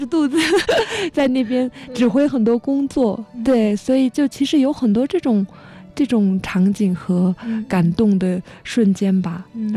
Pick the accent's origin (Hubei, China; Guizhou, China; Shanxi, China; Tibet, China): Tibet, China; Lhasa; 我觉得我们拉萨人还是很好